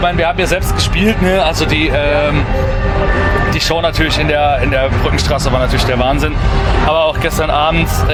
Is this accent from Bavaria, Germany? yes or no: no; Saarland, Germany; Also wir sind ja aus dem Saarland und im Saarland gibt es, glaube ich, eine Stadt, die jeder kennt, ist Saarbrücken.